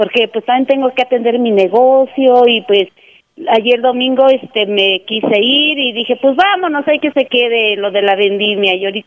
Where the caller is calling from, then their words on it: Los Reyes La Paz, State of Mexico, Mexico; De aquí del municipio de Los Reyes de la Paz.